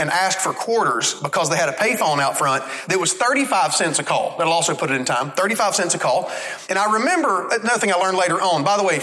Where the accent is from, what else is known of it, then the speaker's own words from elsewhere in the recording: Alabama, United States; moved away; I'm from Alabama.